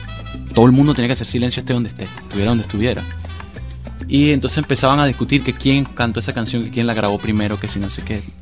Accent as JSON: {"language": "Spanish", "town": "Caracas", "region": "Capital District", "country": "Venezuela", "tie": "born or raised there", "said": "Nací en Coche, que es una barriada popular, y ahí crecí, con la casa de mis abuelos, mis padres, mi hermano, una casa enorme"}